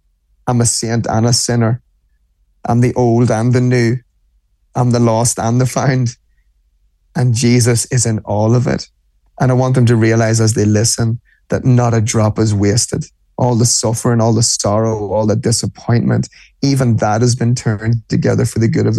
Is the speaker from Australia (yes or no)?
no; Ireland; So I'm an Irishman, right? So I speak Irish, not fluently, but no, Gaelic.